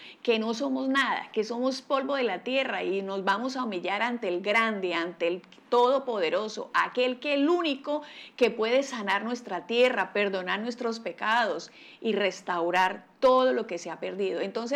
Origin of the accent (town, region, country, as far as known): Colombia